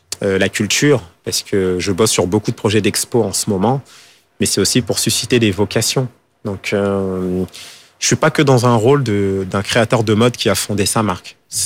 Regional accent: Île-de-France, France; also born or lived in Paris; je suis né à Paris, 18e, mais j'ai grandi en banlieue.

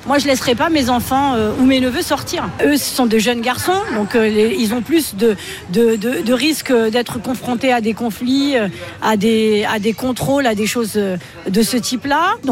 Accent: France; born there; now in Essonne, France; Nous, on est nés en France et on est d'origine marocaine, on aime les deux pays.

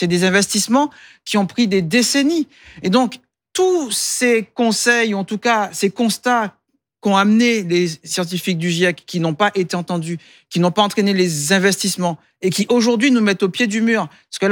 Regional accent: Guadeloupe, France; j'ai 46 ans. Les problèmes d'eau chez moi en Guadeloupe durent depuis plus de 30 ans.

